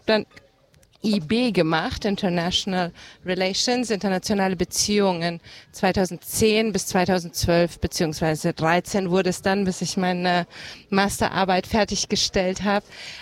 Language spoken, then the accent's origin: German; Munich, Bavaria, Germany; moved away as an adult; Ich bin Ungarin, in Deutschland geboren und aufgewachsen, in München.